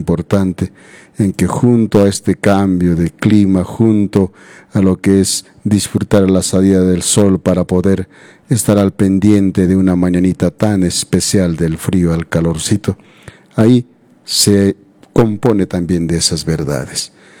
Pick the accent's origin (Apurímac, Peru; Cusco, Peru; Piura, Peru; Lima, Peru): Cusco, Peru; Calca; nuestra tierra de Calca